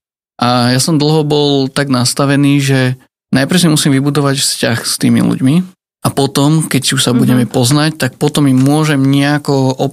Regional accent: Modra, Bratislava Region, Slovakia; Pochádzam z Modry, z kresťanskej rodiny.

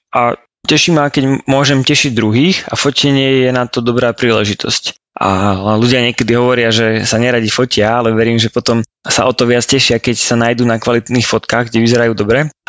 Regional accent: Žilina, Žilina Region, Slovakia; mám 25 rokov, pochádzam do Žiliny a už takmer rok som ženatý.

